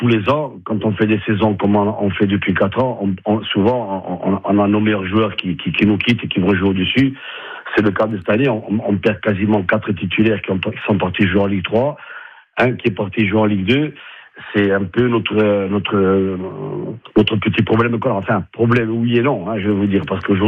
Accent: Corsica, France; chez nous, en Corse

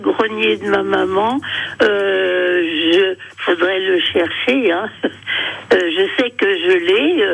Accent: Saint-Julien-en-Genevois, Auvergne-Rhône-Alpes, France; j'ai 90 ans et quand j'étais petite à l'école à Saint-Julien-en-Genevois

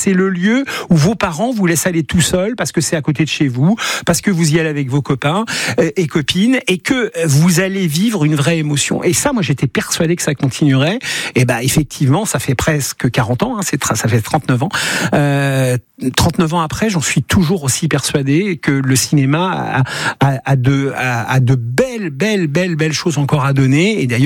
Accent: Elbeuf, Normandy, France; Je n'ai jamais bougé d'Elbeuf. J'ai toujours habité Elbeuf. Je suis né à Elbeuf, j'ai fait mes études à Elbeuf.

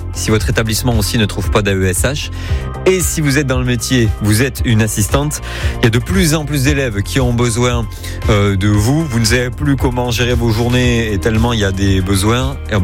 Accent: Nouvelle-Aquitaine, France; chez nous au Pays Basque Nord

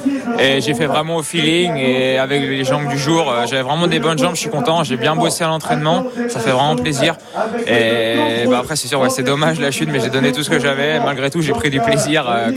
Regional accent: Brittany, France; Moi, je viens de Bretagne

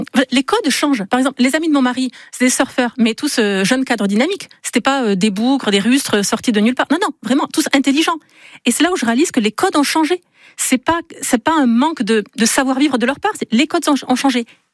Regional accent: Nouvelle-Aquitaine, France; moved away as an adult; now in Basque Country, France; Ça a commencé quand je suis arrivée au Pays Basque. J'ai épousé l'homme le plus génial sur Terre. Je viens du Béarn.

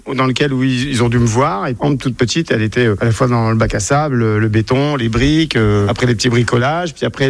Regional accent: Centre-Val de Loire, France; now in Normandy, France; On n'est pas vraiment normands. Mes enfants sont normands parce qu'ils sont nés en Normandie, mais nous, on vient du Loir-et-Cher.

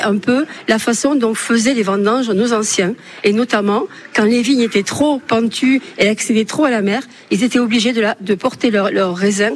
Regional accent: Banyuls-sur-Mer, Occitanie, France; dans nos gènes, nous sommes d'ici, nous sommes nés ici, nous avons.

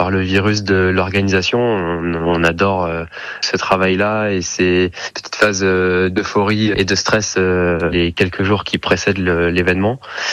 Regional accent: Auvergne-Rhône-Alpes, France; on vient des quatre coins de la Loire.

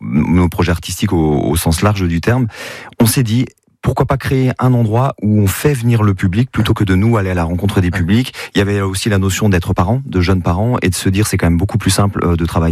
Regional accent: Château-Gontier, Pays de la Loire, France; chez nous, c'est en Mayenne. On est des enfants du pays, Cindy est née à Luisserie, moi je suis née à Château-Gontier

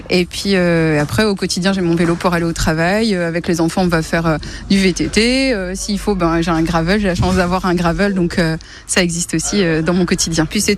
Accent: Metz, Grand Est, France; je suis de Metz. Voilà, on vit sur Metz avec ma famille depuis quelques temps maintenant.

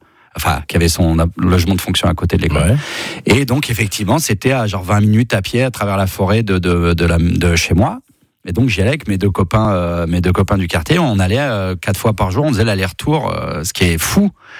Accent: Auvergne-Rhône-Alpes, France; also born or lived in Valence; Et donc, je suis né à Valence, mais on m'a vite ramené en Ardèche, de l'autre côté du Rhône.

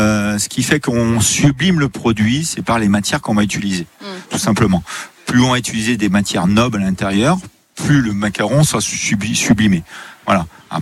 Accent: Saint-Étienne, Auvergne-Rhône-Alpes, France; moi je suis stéphanois d'origine, donc voilà, mes grands-parents habitaient à Roche-la-Molière

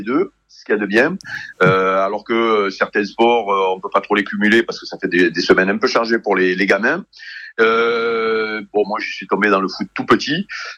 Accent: Robion, Provence-Alpes-Côte d'Azur, France; Moi, je suis de Robion

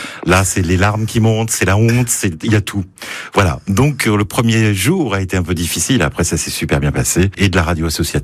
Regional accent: Guéret, Nouvelle-Aquitaine, France; Alors moi, j'ai grandi en Creux, je suis creusois, guérétois

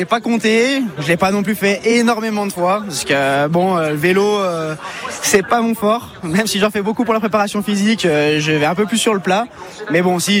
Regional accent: Huez, Auvergne-Rhône-Alpes, France; also born or lived in Saint-Étienne; je suis un enfant de la station. Je suis né à Saint-Étienne, mais j'ai toujours passé mon temps ici à l'Alpe d'Huez.

